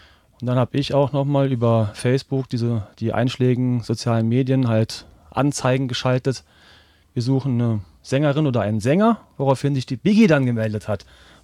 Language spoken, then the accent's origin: German; Reutlingen, Baden-Württemberg, Germany; Also generell, wir proben in Reutlingen. Wir kommen räumlich, sagen wir, aus dem Großraum Reutlingen auch und Tübingen, ja.